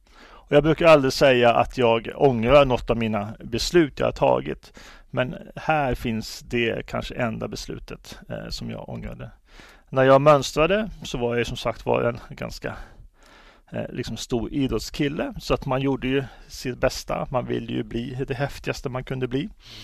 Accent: Arvika, Värmland, Sweden; moved away as an adult; also born or lived in Karlstad / United States; Jag hade ju då gått med i Folkpartiet några år tidigare uppe i Arvika efter jag kom hem från USA, men så då flyttade ner till Karlstad

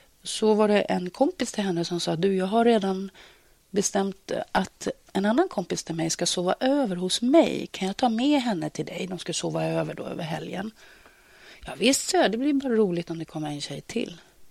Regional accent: Granada, Andalusia, Spain; moved away as an adult; now in Sweden; I Granada där vi kommer ifrån

